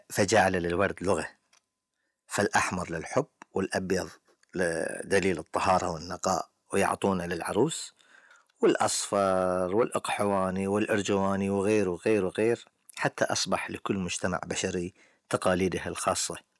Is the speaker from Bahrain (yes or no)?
yes; Bahrain; وعندنا في البحرين